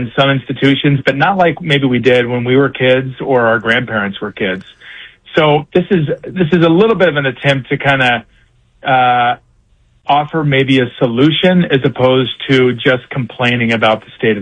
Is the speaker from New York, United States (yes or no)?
no; Columbus, Ohio, United States; moved away as an adult; also born or lived in Washington, D.C.; now in California, United States; I'm originally from Columbus, Ohio.